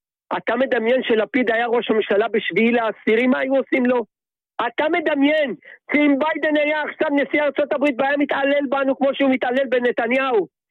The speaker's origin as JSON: {"language": "Hebrew", "town": "Tel Aviv", "region": "Tel Aviv District", "country": "Israel", "tie": "born or raised there", "said": "אני גדלתי בשכונת התקווה, אני מכיר אותם."}